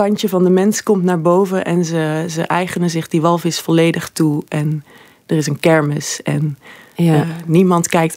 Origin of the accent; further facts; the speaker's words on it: Netherlands; now in Belgium; Je hoort, ik kom uit Nederland.